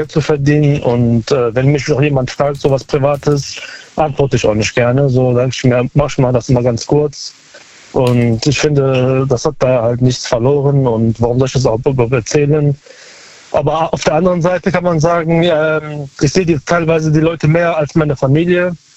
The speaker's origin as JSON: {"language": "German", "region": "Berlin", "country": "Germany", "said": "Aus Neukölln."}